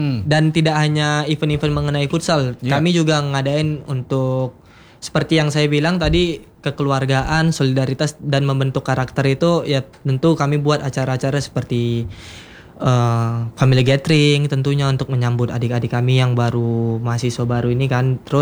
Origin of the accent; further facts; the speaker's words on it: Tebing Tinggi, North Sumatra, Indonesia; moved away; Saya asli dari Tebing Tinggi, Pak. Sumatera Utara.